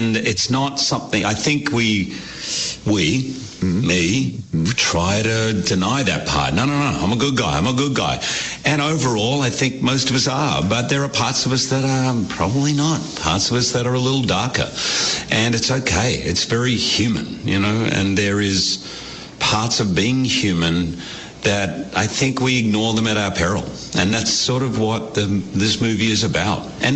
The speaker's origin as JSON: {"language": "English", "country": "Australia", "tie": "born or raised there", "said": "I mean, I grew up in Australia, so we would go to the cricket for 5 days in a row"}